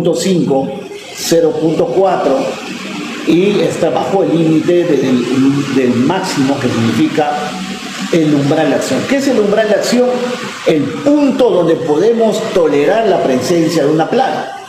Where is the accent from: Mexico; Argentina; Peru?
Peru; Si somos capital cafetalera de Perú